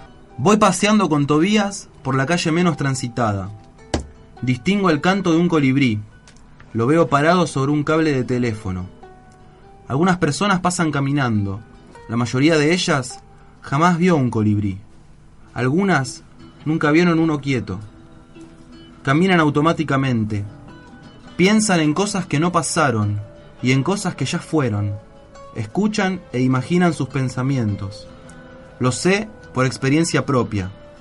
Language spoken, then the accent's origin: Spanish; Quilmes, Buenos Aires Province, Argentina; born there; Yo nací acá en La Modelo, soy quilmeño.